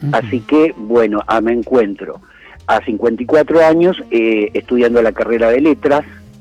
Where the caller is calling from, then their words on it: La Plata, Buenos Aires Province, Argentina; Soy de La Plata